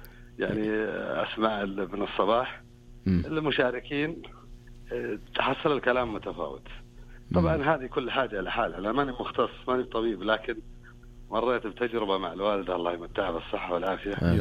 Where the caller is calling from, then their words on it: Bisha, Asir, Saudi Arabia; والله طال عمرك من بيشة.